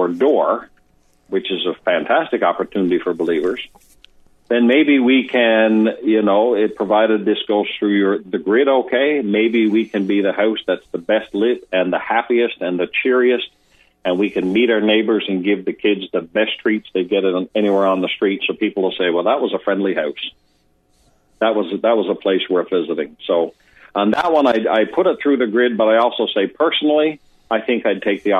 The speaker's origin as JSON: {"language": "English", "country": "Canada", "said": "you're an American and I'm a Canadian."}